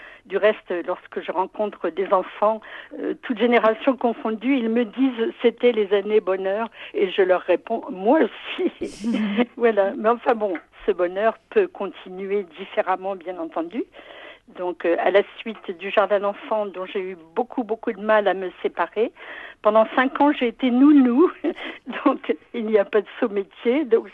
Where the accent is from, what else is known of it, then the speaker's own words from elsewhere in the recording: Versailles, Île-de-France, France; born there; je suis née à Versailles.